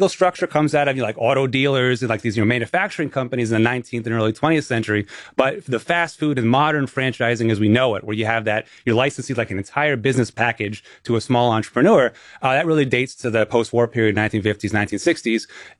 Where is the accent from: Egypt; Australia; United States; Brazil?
United States; New England